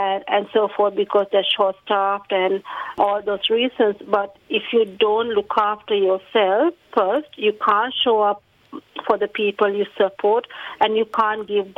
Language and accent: English; Sri Lanka; first language Sinhalese; English is a second language; now in Australia; so I'm from Sri Lanka, as I said, so I speak Sinhalese. I'm fluent in my language. I can read, write and talk.